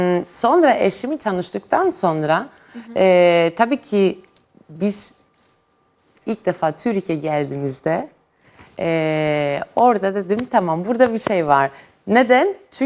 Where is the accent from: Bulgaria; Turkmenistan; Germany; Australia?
Germany; first language Greek; Turkish is a second language; moved away as an adult; now in Turkey; Ben Yunan asıllıyım ama Almanya'da doğdum, büyüdüm.